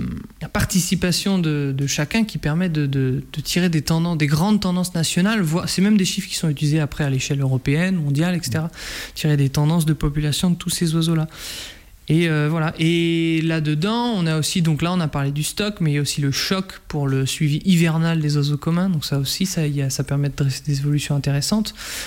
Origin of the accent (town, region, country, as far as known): France